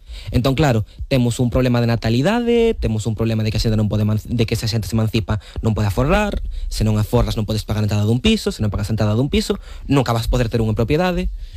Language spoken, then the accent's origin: Galician; A Coruña, Galicia, Spain; Sí, e a ver, eu son coruñés, e por exemplo, meus pais, a primeira vez que se mudaron foi a un piso de protección oficial